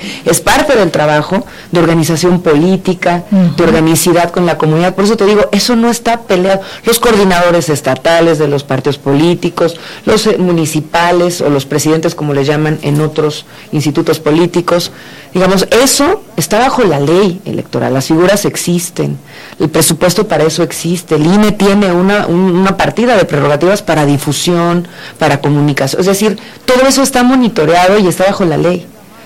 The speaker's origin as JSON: {"language": "Spanish", "country": "Mexico", "said": "respetar la ley, que es el pacto social común que hoy nos une como mexicanos"}